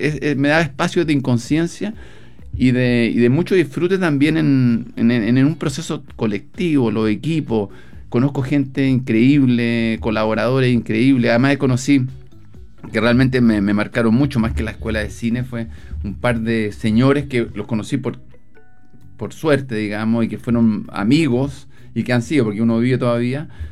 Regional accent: Chile

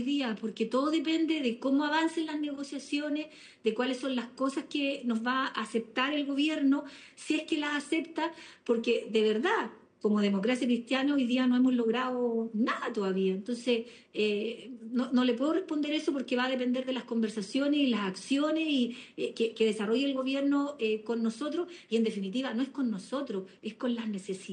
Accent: Chile; obviamente somos chilenos

